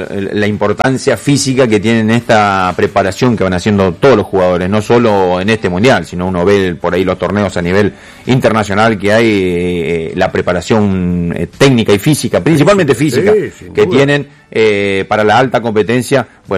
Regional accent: Argentina

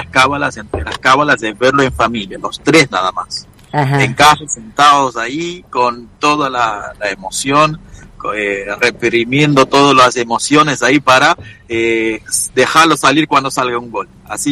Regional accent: Cape Verde; now in Tierra del Fuego, Argentina

